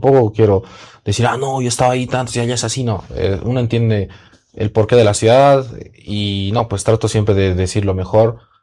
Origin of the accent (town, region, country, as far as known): Bolivia